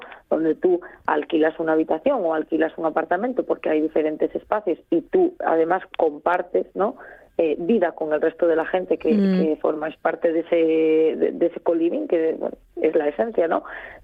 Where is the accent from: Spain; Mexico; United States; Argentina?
Spain; Boal, Asturias; para los que somos de Boal